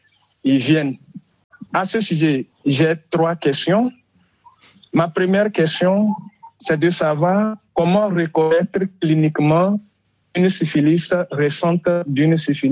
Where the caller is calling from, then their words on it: Bassar, Kara, Togo; Je vous appelle de Batar, Togo. Mmh. C'est l'une des 7 préfectures de la région de l'Akara.